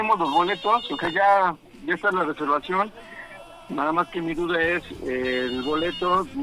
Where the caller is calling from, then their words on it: San Martín Texmelucan, Puebla, Mexico; soy aquí de San Martín, Texmelucan.